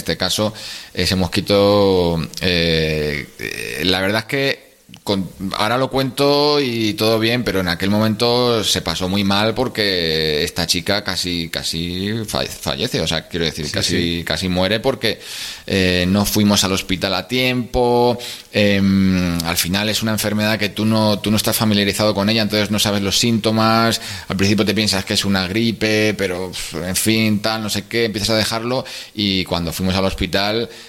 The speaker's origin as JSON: {"language": "Spanish", "country": "Spain", "said": "como español tenemos 90 días"}